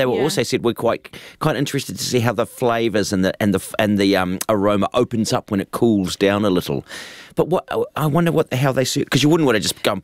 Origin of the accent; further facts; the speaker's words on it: New Zealand; I'm a New Zealander, and so I just take it.